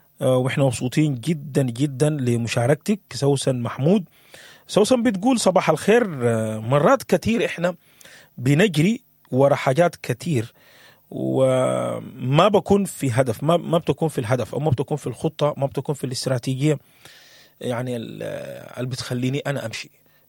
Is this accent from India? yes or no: no; Sudan; ولا زي ما بقول إحنا كسودانيين بس الحمد لله بنقول